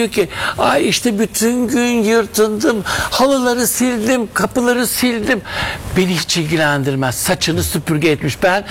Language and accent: Turkish; Istanbul, Turkey; Tabii öyle Anadolu'da falan değil. İstanbul'da doğdum, büyüdüm.